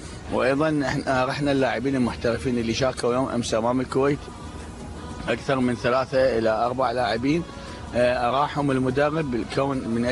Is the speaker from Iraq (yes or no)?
yes; Iraq; احنا عندنا بالعراق